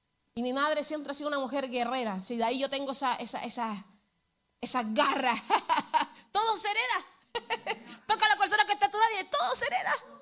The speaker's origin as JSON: {"language": "Spanish", "town": "Talcahuano", "region": "Biobío", "country": "Chile", "tie": "born there", "said": "los que nacimos en Talcahuano somos choreros."}